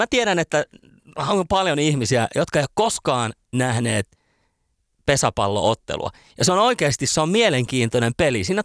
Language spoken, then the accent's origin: Finnish; Kitee, North Karelia, Finland; now in Helsinki region, Finland; Kyllä vain, olin äitienpäivän vietossa kotikulmilla